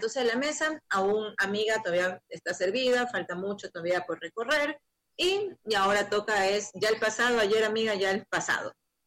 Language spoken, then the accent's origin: Spanish; Ecuador